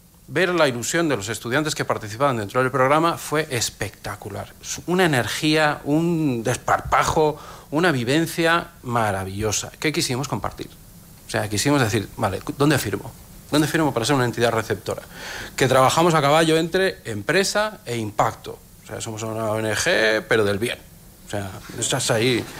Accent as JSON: {"language": "Spanish", "country": "Ireland", "also_born_or_lived": "Ibiza", "lives_now": "Barcelona, Spain", "said": "Yo soy irlandés, medio ibicenco, en origen, de ahí el apellido, soy hijo de algún turístico, no tengo pueblo, yo no tenía pueblo, tenía centro turístico."}